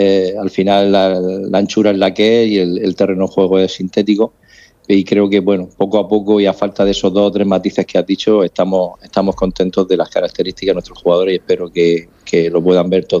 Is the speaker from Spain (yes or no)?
yes; Spain; disfrutamos como españoles que somos de ese gran logro, ¿no?